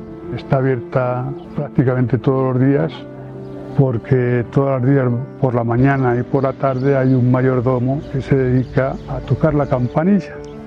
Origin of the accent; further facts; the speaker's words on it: El Barraco, Castile and León, Spain; llevo más de 40 años estudiando la historia de mi pueblo. El primer nombre de El Barraco fue La Nava.